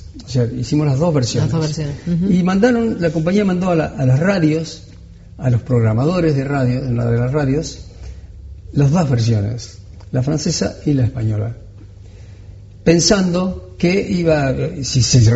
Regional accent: Cruz del Eje, Córdoba, Argentina; moved away; also born or lived in Buenos Aires / Spain; vine a Cruz del Eje para visitar a mis padres, a mi familia.

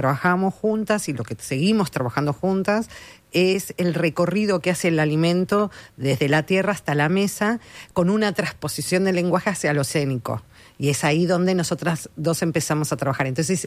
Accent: Argentina; now in Uruguay; porque yo no vine de pequeña aquí a Uruguay, mira que estaba cerquita porque de pequeña estaba en Argentina

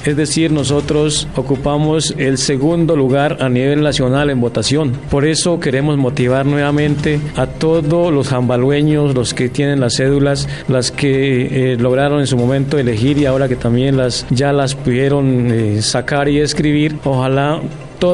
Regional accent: Colombia; Nosotros, como pueblos indígenas y que colombianos que somos

